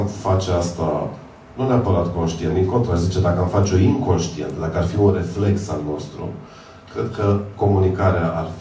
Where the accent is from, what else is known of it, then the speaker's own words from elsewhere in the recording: Vișeu de Sus, Maramureș County, Romania; pe Valea Vaserului, de unde sunt eu, din Vișeul de...